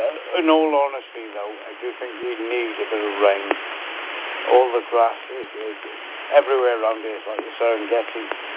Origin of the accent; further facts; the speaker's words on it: Wales, United Kingdom; Being Welsh myself.